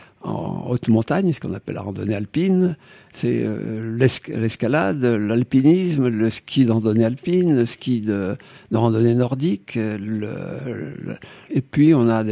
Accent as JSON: {"language": "French", "town": "Bordeaux", "region": "Nouvelle-Aquitaine", "country": "France", "tie": "born or raised there", "also_born_or_lived": "near the Maginot Line / Paris region", "moved": "yes", "lives_now": "Clermont-Ferrand, France", "said": "Je suis né pas loin de la ligne Maginot, j'ai passé mon enfance à Bordeaux. Une mutation de mon père m'a amené à Clermont, puis dans la région parisienne."}